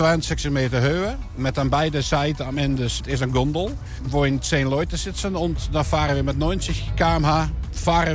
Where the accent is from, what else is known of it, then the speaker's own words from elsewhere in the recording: Roermond, Limburg, Netherlands; German is a second language; Ich komme selbst aus Roermond